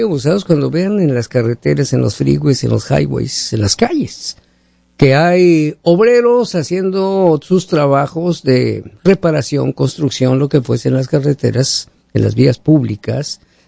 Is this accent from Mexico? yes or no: yes; Mexico; now in Seattle, United States; allá en mi ciudad